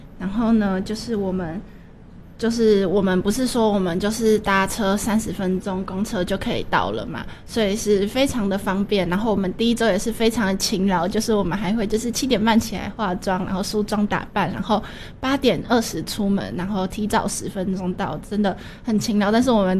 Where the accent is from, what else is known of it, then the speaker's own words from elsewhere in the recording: Taiwan; accent: Taiwanese; 不是有些人讲英文会有一些就是台湾口音嘛，就是我也会，然后就是我也是那种讲韩文会有台湾口音的